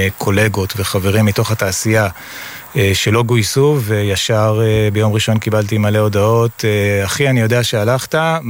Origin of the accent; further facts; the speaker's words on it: Jerusalem, Jerusalem District, Israel; moved away; also born or lived in Italy; אני ירושלמי